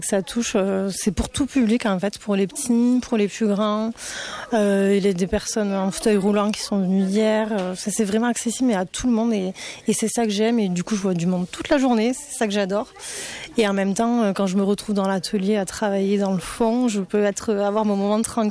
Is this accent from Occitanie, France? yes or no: yes; Argelès-Gazost, Occitanie, France; Parce que moi, déjà, personnellement, j'habite pas loin. Enfin, je suis d'Argelès.